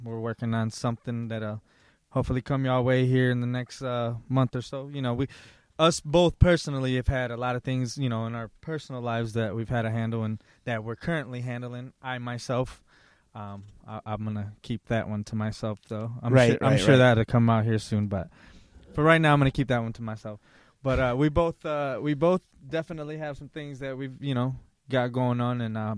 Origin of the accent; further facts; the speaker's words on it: Lansing, Michigan, United States; You know, I'm originally from Lansing.